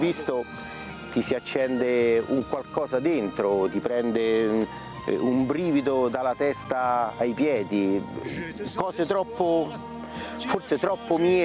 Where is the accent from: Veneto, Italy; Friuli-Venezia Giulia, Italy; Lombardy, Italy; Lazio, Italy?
Lazio, Italy; Rome; il primo derby a Roma come romano.